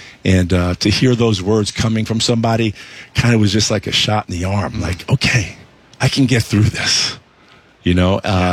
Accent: Queens, New York, United States; You know, for me growing up, I grew up in Queens. I had 7 brothers and sisters, so total of 8.

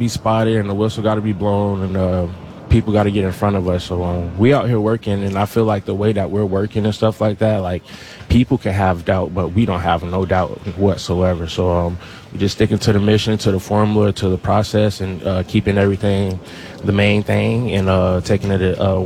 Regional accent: Florida, United States; Yeah, I'm from Florida, so we don't see none of that type of stuff.

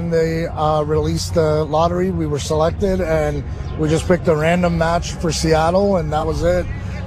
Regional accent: Bosnia & Herzegovina; also born or lived in Germany; now in United States; it's my home country.

